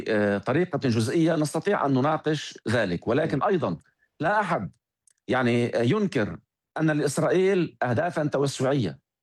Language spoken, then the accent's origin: Arabic; Lebanon; ولكن علينا كلبنانيين اليوم أولوية الدفاع عن لبنان